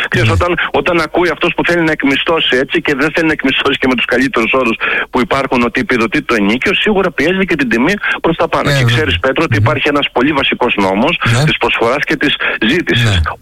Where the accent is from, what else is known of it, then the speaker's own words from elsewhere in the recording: Greece; επειδή είχαμε και μια κουλτούρα σαν Έλληνες να αποκτήσουμε ακίνητο